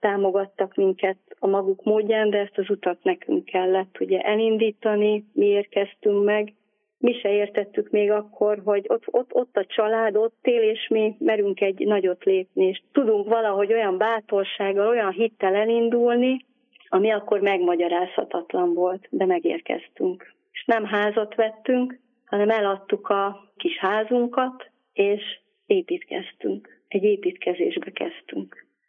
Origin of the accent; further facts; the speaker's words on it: Szabolcs-Szatmár-Bereg, Hungary; also born or lived in Debrecen; 50 éves elmúltam, én falun növekedtem a nagymamámnál, szülők terében Debrecenből indultunk, ott születtem, és Mária Pócs mellett Kiricsén volt a nagymamáméknak, a nagyszülőknek a otthona.